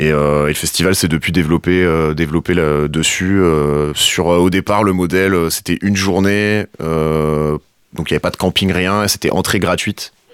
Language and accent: French; Bourlon, Hauts-de-France, France; puisque je suis originaire de Bourlon. J'ai grandi à Bourlon et j'y ai vécu pendant longtemps.